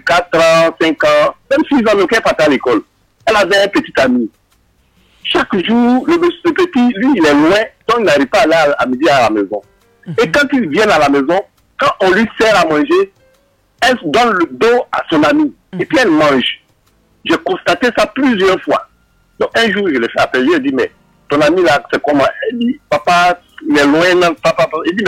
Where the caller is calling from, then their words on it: Abidjan, Côte d’Ivoire; Je suis même à Cocody.